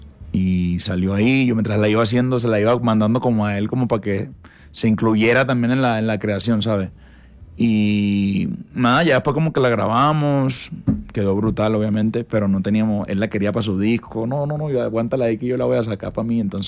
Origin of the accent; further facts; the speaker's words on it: Santa Marta, Magdalena, Colombia; also born or lived in Venezuela; Pues, la mayoría de mis recuerdos de mi infancia son en Santa Marta. yo creo que eso marca mucho la vaina, ¿no?